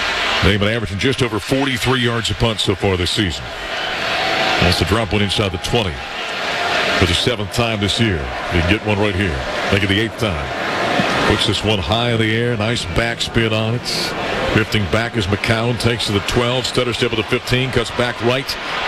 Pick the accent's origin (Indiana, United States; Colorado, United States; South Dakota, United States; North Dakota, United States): North Dakota, United States; born there; moved away; back in my home country, small college up in North Dakota.